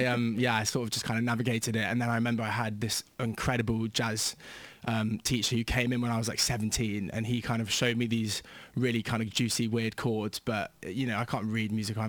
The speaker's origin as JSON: {"language": "English", "town": "Bristol", "region": "South West England", "country": "United Kingdom", "tie": "born or raised there", "said": "So I'm from Bristol"}